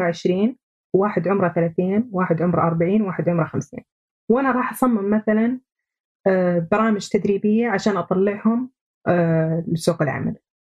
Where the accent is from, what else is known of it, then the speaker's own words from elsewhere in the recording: Saudi Arabia; لنا إحنا كسعوديين،